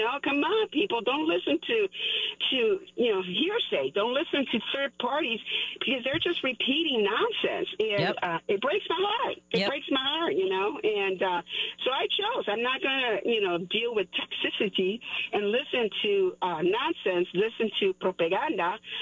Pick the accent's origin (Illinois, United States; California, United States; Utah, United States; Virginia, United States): Illinois, United States; Chicago; I'm a long-time Chicagoan, born and raised, native born here, you know.